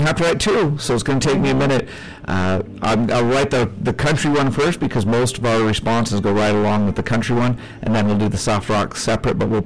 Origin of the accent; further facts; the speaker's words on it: Bear Lake, Idaho, United States; I grew up in Idaho. I've hunted here all my life.